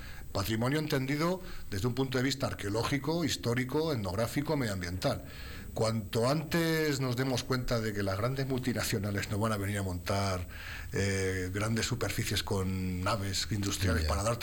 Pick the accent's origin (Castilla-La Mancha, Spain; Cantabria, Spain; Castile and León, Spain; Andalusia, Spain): Castile and León, Spain; Navas de Oro; Navas de Oro, que es mi pueblo